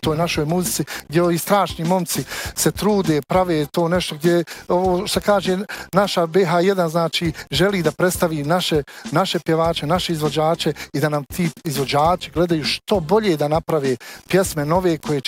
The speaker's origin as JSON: {"language": "Bosnian", "country": "Bosnia & Herzegovina", "said": "da mi kao Bosanci i Hercegovci imamo naše pjesme"}